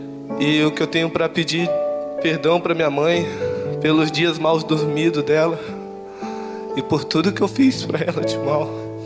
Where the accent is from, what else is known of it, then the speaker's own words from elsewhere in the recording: Maranhão, Brazil; moved away as an adult; now in Curitiba, Brazil; sou maranhense. Tenho um ano que estou morando em Curitiba.